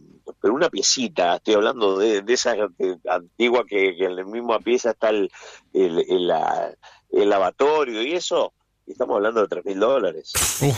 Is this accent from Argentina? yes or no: yes; Argentina; moved away; yo hace 25 que estoy acá y ya no lo pienso como argentino